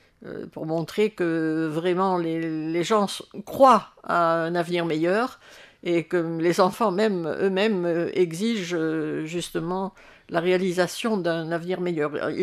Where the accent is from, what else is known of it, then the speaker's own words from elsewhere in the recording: Tunisia; born there; moved away; Bon, je suis née en Tunisie, donc je recherche plus ou moins quelque chose qui me manque depuis que j'ai quitté la Tunisie.